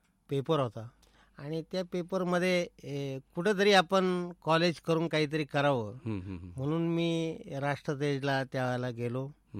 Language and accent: Marathi; Pune district, Maharashtra, India; moved away as an adult; now in Ahmednagar, India; मी proper Pune जिल्ह्यातला